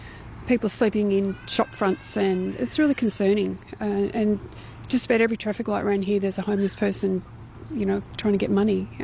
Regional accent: Kewdale, Western Australia, Australia; We're from Kewdale.

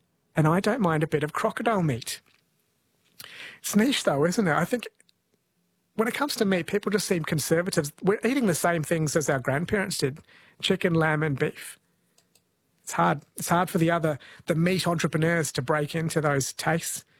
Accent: Kerala, India; born there

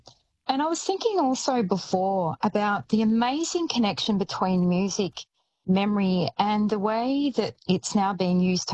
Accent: Shepparton, Victoria, Australia; I mean, I grew up in Shepparton and I remember

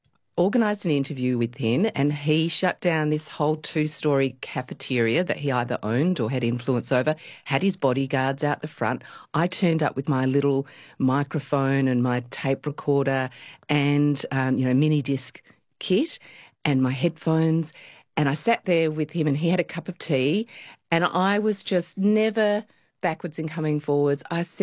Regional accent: Australia; as an Asian growing up in Australia in the 70s, there was nobody in the media who was mirroring me back to me

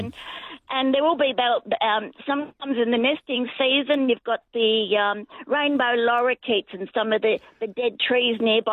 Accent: Ballarat, Victoria, Australia; I grew up in Ballarat, not far from Lake Wendouree.

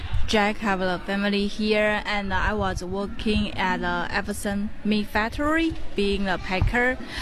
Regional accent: Taiwan; English is a second language; now in Kempsey, Australia; I'm from Taiwan. I have lived in Kempsey around 5 years already.

